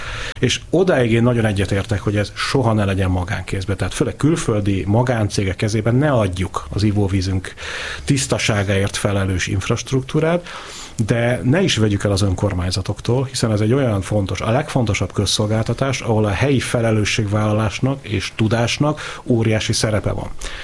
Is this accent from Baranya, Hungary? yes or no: yes; Pécs, Baranya, Hungary; én pécsi vagyok